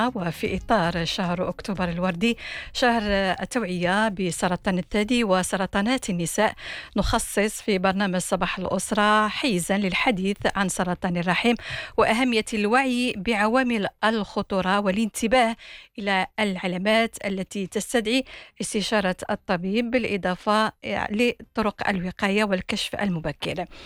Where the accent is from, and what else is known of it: Morocco